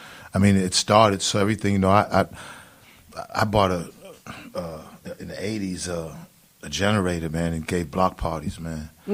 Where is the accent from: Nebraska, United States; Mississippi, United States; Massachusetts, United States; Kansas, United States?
Massachusetts, United States; Boston; also born or lived in New York; grew up in Boston, but I get shipped to New York.